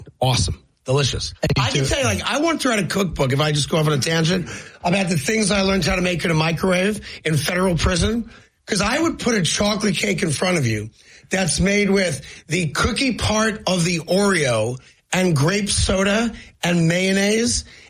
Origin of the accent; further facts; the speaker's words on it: East Coast, United States; we played it as kids growing up in the 70s on the East Coast, right?